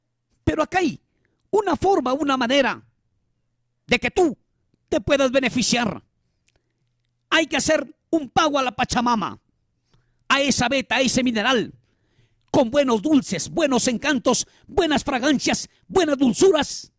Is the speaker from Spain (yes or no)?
no; Peru; Todos como peruanos contamos con un seguro gratuito que es el SIS.